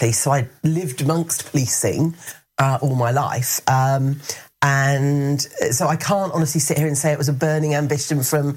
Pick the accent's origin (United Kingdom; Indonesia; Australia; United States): United Kingdom; Newport, South East England; born or raised there